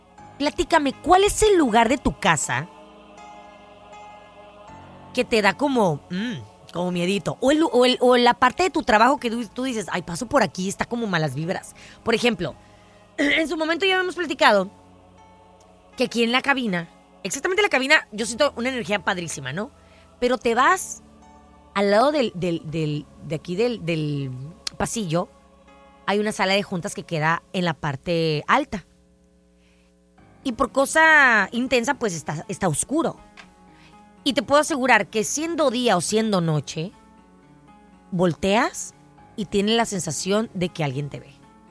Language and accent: Spanish; Mexico; Uno como mamá mexicana